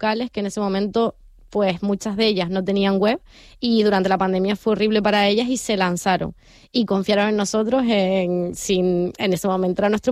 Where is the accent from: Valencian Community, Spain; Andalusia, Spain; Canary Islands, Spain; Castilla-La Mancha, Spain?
Canary Islands, Spain; Santa Cruz de La Palma; accent: palmero; moved away as an adult; also born or lived in Tenerife; now in Gran Canaria, Spain; Sí, yo soy palmera de Santa Cruz.